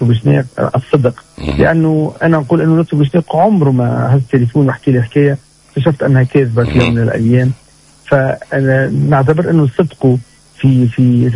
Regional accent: Ras Jebel, Bizerte Governorate, Tunisia; أول إجازة يعني في رأس جبل مدينتي.

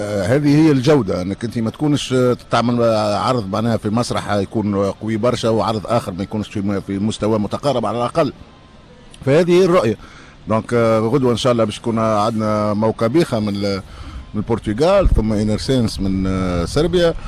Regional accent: Tunisia; عندنا في تونس

